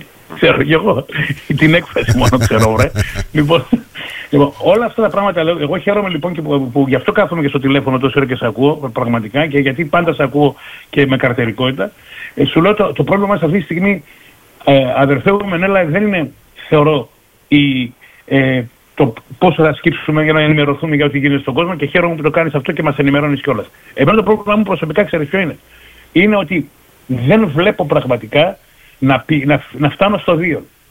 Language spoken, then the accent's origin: Greek; Greece; Εμείς που είμαστε Έλληνες τι κάνουμε, Δημήτρη μου.